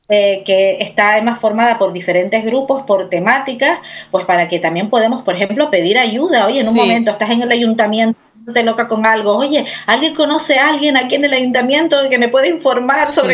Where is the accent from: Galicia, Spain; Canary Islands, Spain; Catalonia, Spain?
Canary Islands, Spain; la mayoría somos de aquí, de Gran Canaria